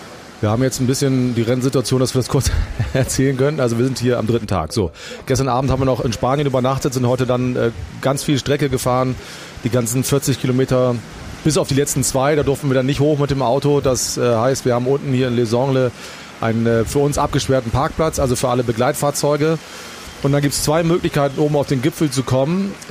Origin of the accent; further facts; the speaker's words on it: Northern Germany, Germany; Ich komme aus Norddeutschland